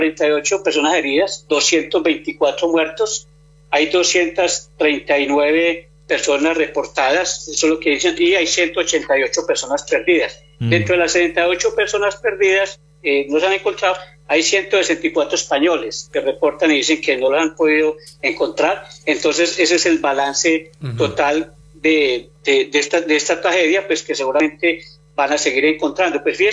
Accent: Colombia; como periodista de este país, como ciudadano colombiano

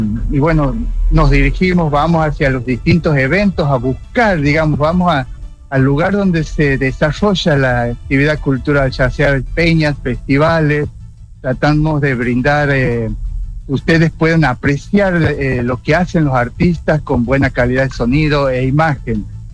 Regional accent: Santiago del Estero, Argentina; estamos en el mes de julio, mes de aniversario de nuestra ciudad capital, Madre de Ciudades.

